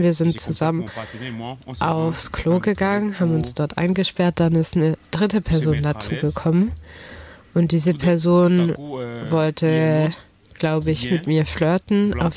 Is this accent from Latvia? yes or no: no; Yaoundé, Centre, Cameroon; German is a second language; moved away as an adult; now in Germany; ich komme aus Kamerun, um genauer zu sein, aus der Stadt Yaoundé. Und ich bin in Deutschland seit 3 Jahren und ich bin 30 Jahre alt.